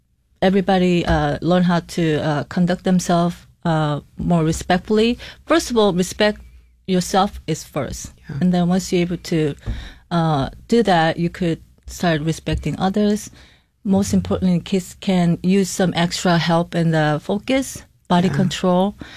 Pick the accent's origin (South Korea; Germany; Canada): South Korea; English is a second language; now in Rochester, United States; So I'm from Korea.